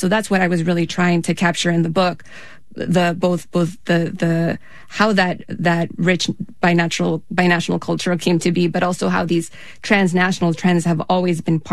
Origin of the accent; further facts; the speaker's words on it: El Paso, Texas, United States; growing up as a teenager there, you're growing up in El Paso, I always felt like any other teenager, right? My hometown's too small. It's boring here. This place is so isolated. It's so far west. It's at the far, you know, far more western tip of Texas.